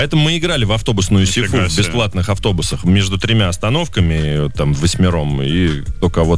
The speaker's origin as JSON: {"language": "Russian", "town": "Lipetsk", "region": "Lipetsk Oblast", "country": "Russia"}